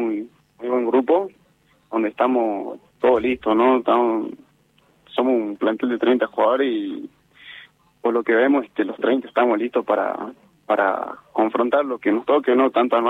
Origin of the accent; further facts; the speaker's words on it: Rosario de Lerma, Salta, Argentina; No, yo soy de Rosario de Lerma.